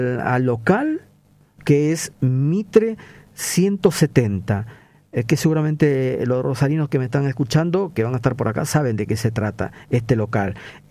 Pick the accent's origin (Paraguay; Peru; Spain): Peru; moved away; en la década de los 80, que era un desastre en mi país, gran cantidad de peruanos fueron